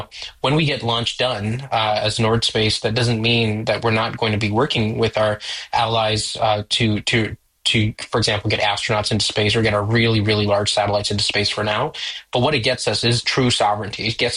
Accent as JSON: {"language": "English", "town": "Toronto", "region": "Ontario", "country": "Canada", "tie": "born or raised there", "said": "I basically was born and raised in Toronto, sort of the Jane and Finch area, and always wanted to work on space, and figured that it wasn't going to happen in Canada"}